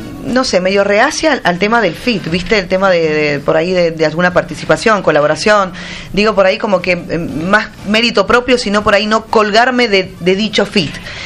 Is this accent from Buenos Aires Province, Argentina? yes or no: no; Tucumán, Argentina; mi pueblo tucumano, mi norte argentino